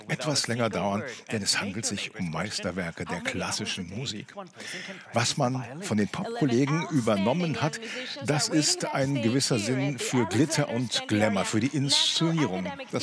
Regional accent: Armenia; vor allem weil es in diesem Jahr in Armenien stattfindet, meine Heimat.

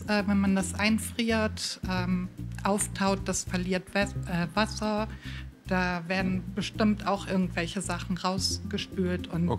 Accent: Nordenham, Lower Saxony, Germany; Nordenham.

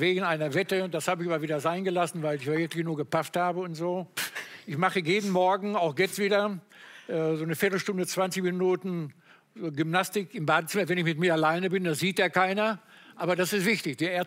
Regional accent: North Rhine-Westphalia, Germany; Ich komme aus dem Sauerland, da kann ich aus meiner Jugend den Spruch

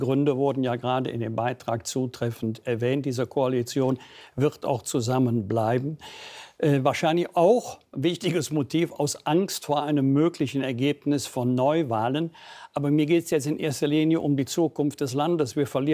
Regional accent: Rhineland, Germany; Ich bin Rheinländer.

